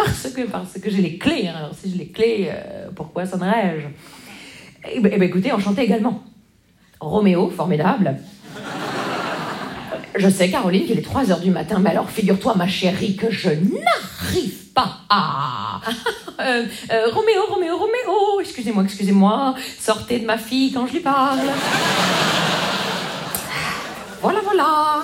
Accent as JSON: {"language": "French", "region": "Grand Est", "country": "France", "said": "Vous savez, moi, je viens des Vosges."}